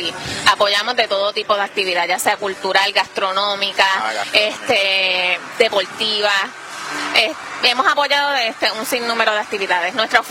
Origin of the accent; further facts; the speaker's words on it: Aguadilla, Puerto Rico; Aguadilla es mi pueblo